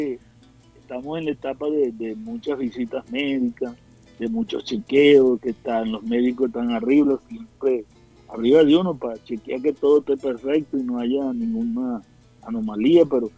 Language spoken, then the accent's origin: Spanish; Guárico, Venezuela; cada vez que yo canto esa canción de los valles de Altagracia, de mi tierra, con orgullo, guariqueño